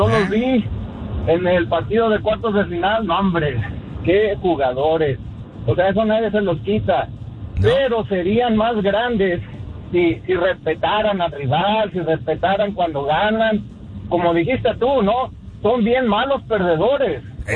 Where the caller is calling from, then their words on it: Mexico; soy mexicano